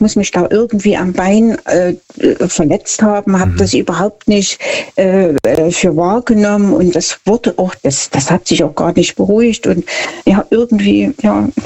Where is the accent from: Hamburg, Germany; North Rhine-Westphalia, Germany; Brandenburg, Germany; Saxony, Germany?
Saxony, Germany; Markkleeberg; Von ganz, ganz, ganz weit her, von Mark Kleberg. Ich bin eine Sächsin aus Sachsen, Leipzig.